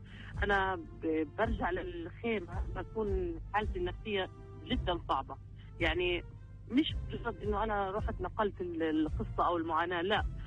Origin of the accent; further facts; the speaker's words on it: Gaza Strip, Palestine; أنا سكان الجنوب والتكريم كان في غزة، يعني أنا من الجنوب مقيمة هالجيت والتكريم في غزة